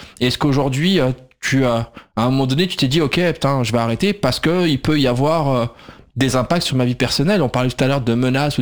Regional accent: France; Est-ce que c'est un truc que nous, en tant que Français, par rapport à l'histoire qu'on a avec les colonies

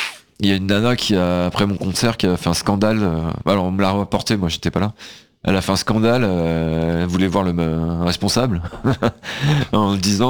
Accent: Brittany, France; also born or lived in Seine-Saint-Denis; Je suis breton, ouais.

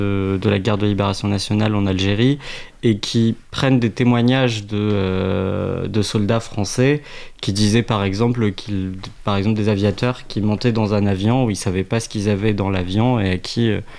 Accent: Tunisia; moi j'ai grandi en Tunisie

